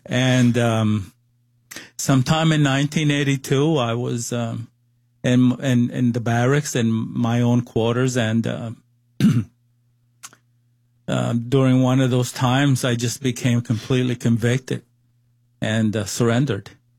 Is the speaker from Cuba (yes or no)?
yes; Cuba; Well, I was born in Cuba.